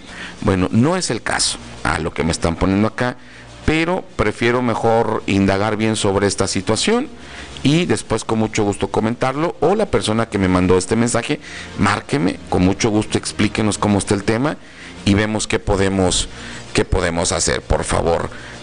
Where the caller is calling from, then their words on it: Cintalapa, Chiapas, Mexico; soy de Unión Ejidal, aquí en Cintalapa, y no nos dan agua.